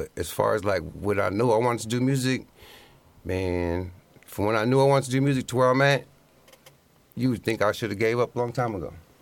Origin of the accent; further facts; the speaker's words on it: Fairfield, California, United States; moved away; also born or lived in Hoopa, California; I was raised in Fairfield, California, 707.